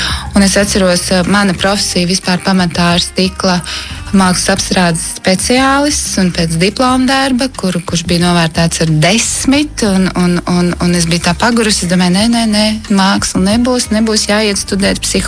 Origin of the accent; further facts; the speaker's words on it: Talsi, Talsi Municipality, Latvia; no Talsiem, no Kurzemes.